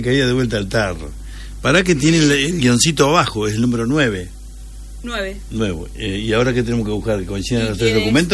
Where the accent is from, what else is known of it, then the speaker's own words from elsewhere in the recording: Argentina; porque claro, somos discutidores los argentinos, ¿viste?